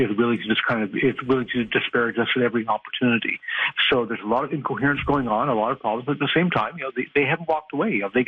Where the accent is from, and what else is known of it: Canada